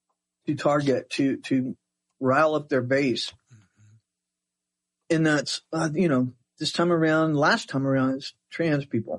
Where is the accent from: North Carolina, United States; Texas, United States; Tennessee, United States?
Texas, United States; as a Texan, as an LGBTQ person.